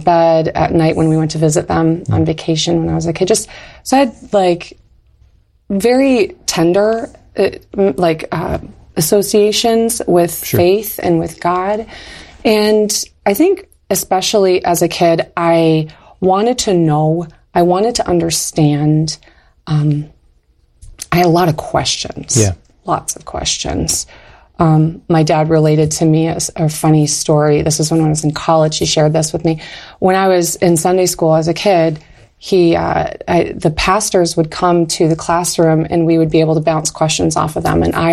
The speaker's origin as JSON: {"language": "English", "town": "Marquette", "region": "Michigan", "country": "United States", "tie": "born or raised there", "said": "Well, so I grew up in, I'm from Upper Michigan, Marquette, Michigan. The UP, I'm a Uper."}